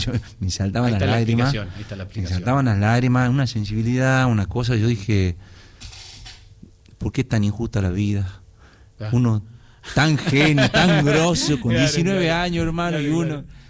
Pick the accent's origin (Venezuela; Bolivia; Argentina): Argentina; Tucumán; Bueno, estamos como representantes tucumanos en un día tan significativo, allí en la Feria de Matadero, desde el mediodía.